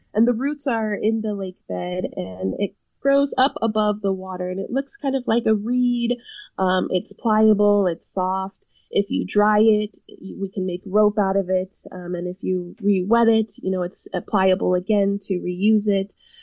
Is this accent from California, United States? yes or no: yes; Lake County, California, United States; born or raised there